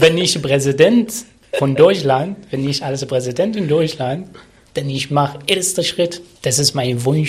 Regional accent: Abu Dhabi, United Arab Emirates; German is a second language; now in Germany; Mitternacht kann ich gehen zum Shopping, weil das ist meine Heimat in Abu Dhabi, überall.

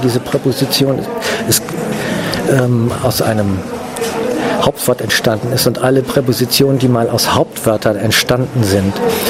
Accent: Schleswig-Holstein, Germany; born or raised there

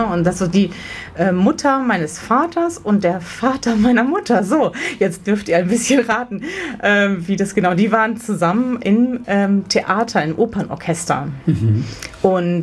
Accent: Slovenia; German is a second language; now in Germany; Ich stamme aus Slowenien, das haben wir also diese zwei Länder genommen und natürlich die momentane Heimat von uns beiden, nämlich Deutschland

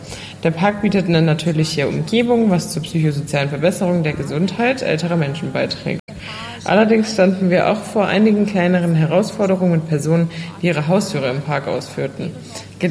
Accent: Sarajevo, Federation of Bosnia and Herzegovina, Bosnia & Herzegovina; Ich bin in Sarajevo geboren und lebe immer noch dort.

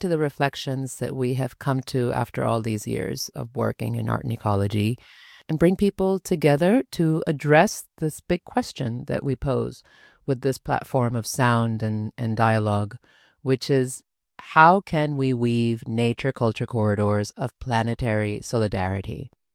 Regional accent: Panama; now in Mallorca, Spain; I was born and raised in Panama with Caribbean and British roots. Now I'm based in Mallorca with my partner and two kids.

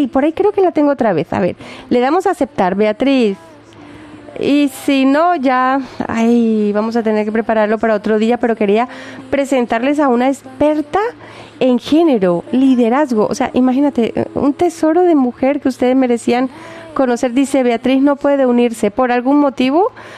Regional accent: Colombia; Bueno, yo soy colombiana. Yo cuando me interesa soy colombiana.

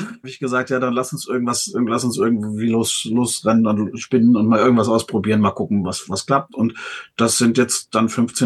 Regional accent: Frankfurt, Hesse, Germany; hab diverse Bands hier im Frankfurter Raum, wo ich herkomme und jetzt auch wieder bin, hier in der Frankfurter Szene

